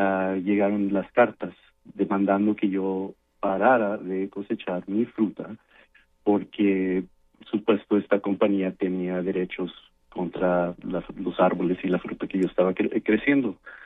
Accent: Mexico; now in United States; Bueno, puedo decir que soy como cualquier otra persona, mexicano aquí en los Estados Unidos, y yo me considero muy orgullosamente americano

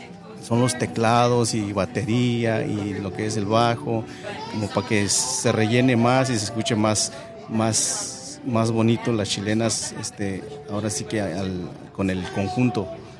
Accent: Oaxaca, Mexico; first language Mixtec; Spanish is a second language; moved away; nuestra cultura de allá de Oaxaca

